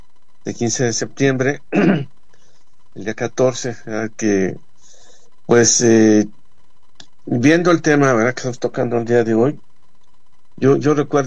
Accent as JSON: {"language": "Spanish", "country": "Mexico", "said": "soy muy mexicano, y como soy muy mexicano, muy patriota"}